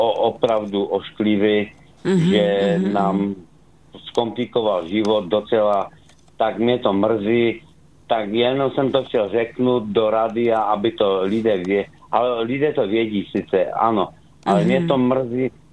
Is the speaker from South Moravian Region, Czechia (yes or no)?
no; Skotnice, Moravian-Silesian Region, Czechia; Že jsem ze Skotnice